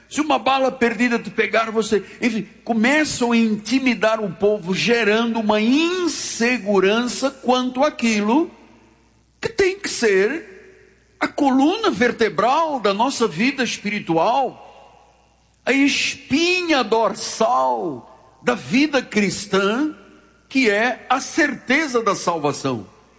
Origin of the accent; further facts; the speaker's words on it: Portugal; born there; eu estava pregando na minha igreja onde eu nasci, em Portugal, há muitos anos atrás, Assembleia de Deus Neves Ferreira